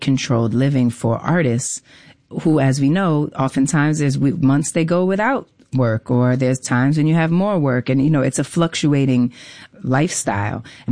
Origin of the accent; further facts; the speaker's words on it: New York, United States; But definitely based on the experiences that I had growing up in New York.